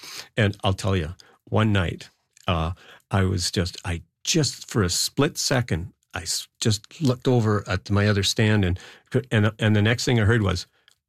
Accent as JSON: {"language": "English", "region": "Ontario", "country": "Canada", "moved": "as an adult", "said": "I was a little older because I came from Ontario, and I went to grade 13, and then I worked for a year. I was 21."}